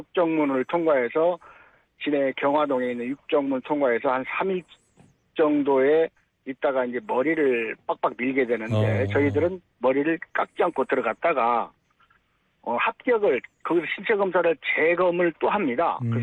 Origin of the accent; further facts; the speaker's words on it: Jeonju, North Jeolla, South Korea; 저는 이제 그 지방의 전주 출신인데요.